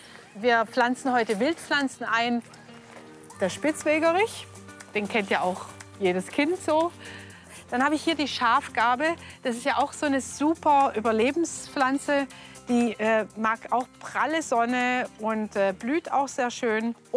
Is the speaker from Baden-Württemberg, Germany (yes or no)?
yes; Stuttgart, Baden-Württemberg, Germany; also born or lived in Belfast; Ich bin in Stuttgart geboren und hier aufgewachsen und bin aber mit 19 nach Irland ausgewandert.